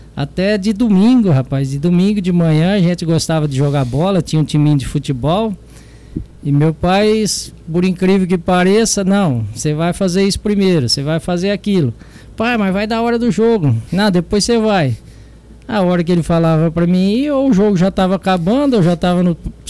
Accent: Taiaçu, São Paulo, Brazil; also born or lived in Jaboticabal; now in Monte Alto, Brazil; Olha, na realidade, eu nasci em Jabuticabal, mas fui criado em Itaiaçu. Moramos durante vários anos, 7, 8 anos, na fazenda do Evaristo Balsanelli, lá em Itaiaçu, da família Balsanelli, né?

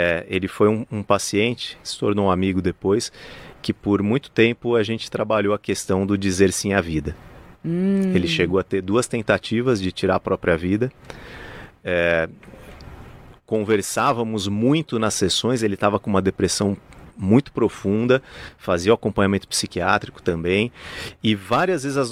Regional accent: São Paulo, Brazil; Hoje em dia moro na Zona Sul, mas morei em Santana a vida inteira.

